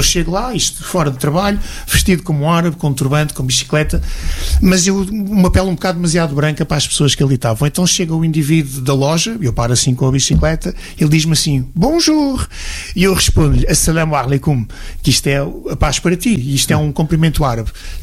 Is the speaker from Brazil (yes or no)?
no; Portugal; Ana Portugali, sou árabe, sou português.